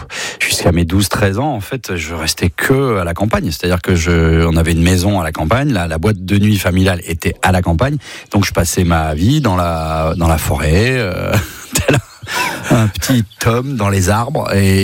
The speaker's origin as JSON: {"language": "French", "region": "Auvergne-Rhône-Alpes", "country": "France", "tie": "born or raised there", "also_born_or_lived": "Valence", "said": "Et donc, je suis né à Valence, mais on m'a vite ramené en Ardèche, de l'autre côté du Rhône."}